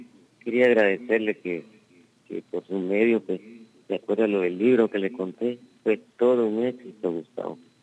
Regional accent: Suchitepéquez, Guatemala; a Suchi porque soy nativo allá.

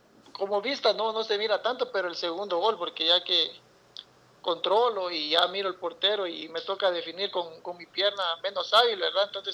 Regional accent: Sanarate, El Progreso, Guatemala; Yo soy de la aldea San Miguel Conacaste, ahí en San Arate del Progreso

